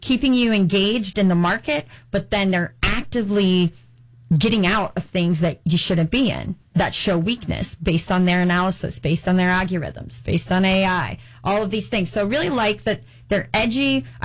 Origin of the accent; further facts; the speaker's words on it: Indiana, United States; I just am familiar with Ohio. I'm from Indiana.